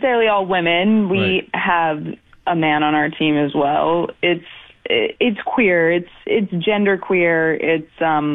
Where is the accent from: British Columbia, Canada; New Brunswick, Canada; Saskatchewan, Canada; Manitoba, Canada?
Manitoba, Canada; Winnipeg; Well, growing up in Winnipeg, went to an all-girls school.